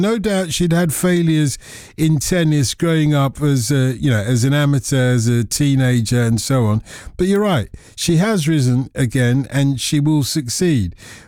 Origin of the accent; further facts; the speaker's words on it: Nigeria; accent: Nigerian; I'm not going to put on my Nigerian accent, but sometimes I cannot help it.